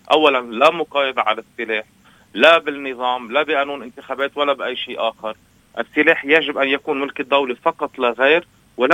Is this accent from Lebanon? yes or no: yes; Lebanon; الوضع القائم عندنا بلبنان.